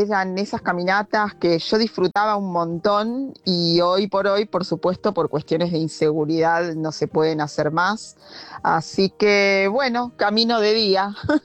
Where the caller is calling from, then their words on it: Temperley, Buenos Aires Province, Argentina; de Temperley.